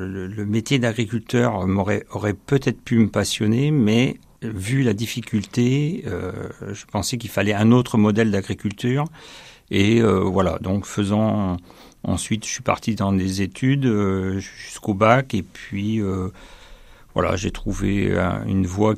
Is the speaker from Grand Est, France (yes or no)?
no; Jonzac, Nouvelle-Aquitaine, France; Alors, moi, je suis Charentais. Je suis né à Jonzac, en Charente-Maritime.